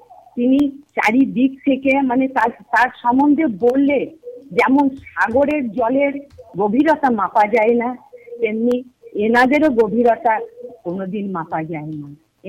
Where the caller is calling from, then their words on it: Murshidabad, West Bengal, India; চাকরি মুর্শিদাবাদ থেকে বলছি।